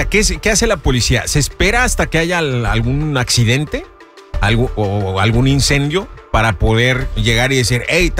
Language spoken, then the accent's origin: Spanish; Mexico; now in United States; somos hermanos, mexicanos y colombianos, somos hermanos